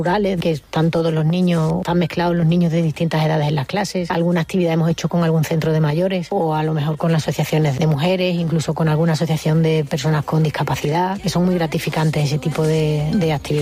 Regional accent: Huelva, Andalusia, Spain; born there; Yo nací en Huelva Capital, y vivo en la costa, vivo en El Rompido.

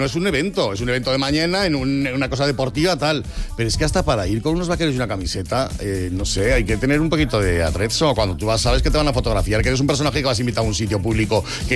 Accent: Community of Madrid, Spain; yo soy madrileño, pero soy de madre aragonesa.

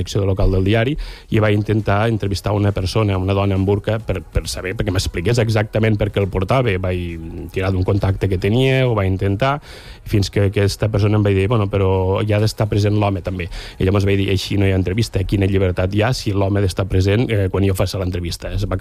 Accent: Balaguer, Catalonia, Spain; me'n vaig cap a Balaguer, jo soc de Balaguer

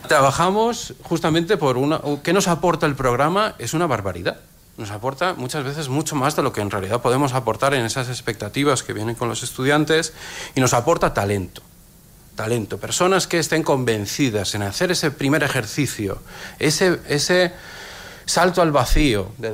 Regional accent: Ireland; also born or lived in Ibiza; now in Barcelona, Spain; Yo soy irlandés, medio ibicenco, en origen, de ahí el apellido, soy hijo de algún turístico, no tengo pueblo, yo no tenía pueblo, tenía centro turístico.

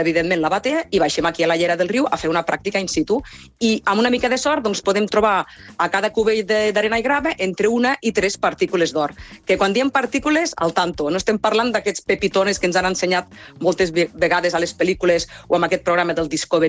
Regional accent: Catalonia, Spain; Bé, som el Far West català, no? Som de Ponent i, per tant, som el Far West de Catalunya.

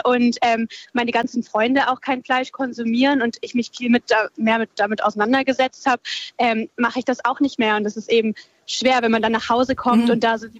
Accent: Lower Saxony, Germany; ich komme auch aus Niedersachsen und in meiner Familie war das einfach total prominent.

